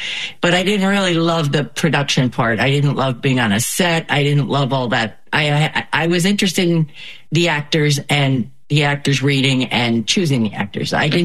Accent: Massachusetts, United States; so I grew up in Massachusetts.

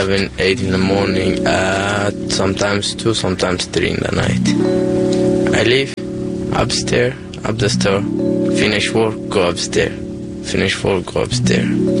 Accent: Yemen; English is a second language; moved away as an adult; now in Baltimore, United States; I'm from Yemen. It's an Arabic country. I came in here, like, 2.5 years. We can't go back in my country.

